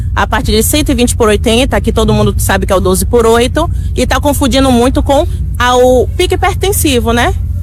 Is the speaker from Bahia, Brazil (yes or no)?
yes; Salvador, Bahia, Brazil; nós não somos daqui de Itabuna, somos de Salvador, Bahia.